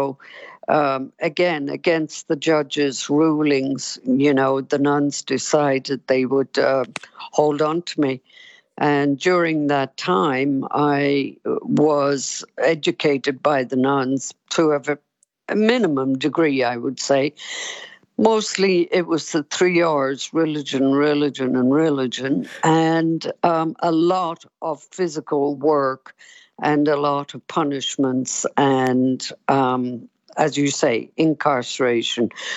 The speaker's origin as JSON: {"language": "English", "town": "Cork", "region": "County Cork", "country": "Ireland", "tie": "born or raised there", "also_born_or_lived": "Bessborough, Cork"}